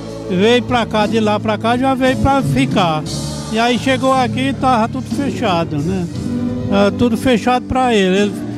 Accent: São Paulo, Brazil; Eu venho do... lá do Grajaú.

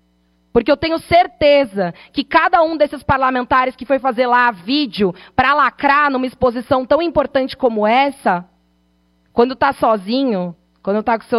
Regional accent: São Paulo, Brazil; como uma jovem que veio da Zona Leste de São Paulo

